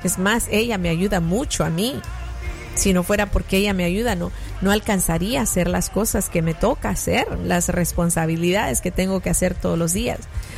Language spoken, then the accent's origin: Spanish; El Salvador; born there; moved away; Pero mi país en El Salvador, mi país natal, tiene sus costumbres, su propia cultura